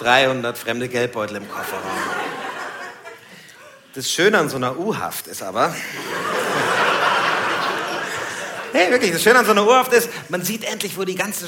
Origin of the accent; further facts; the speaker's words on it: Puchheim, Bavaria, Germany; Ich so, aus München, aus Puchheim.